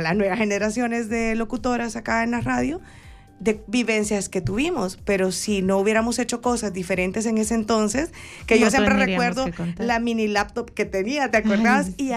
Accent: El Salvador; el mensaje como salvadoreña

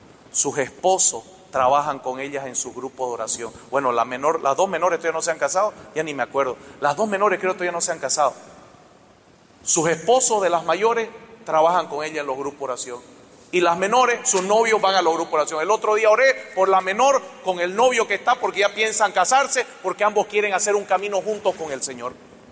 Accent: Montero, Santa Cruz, Bolivia; yo nací en Guavirá, yo nací en Montero, yo soy de Montero.

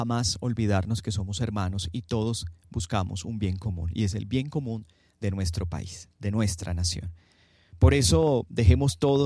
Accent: Colombia

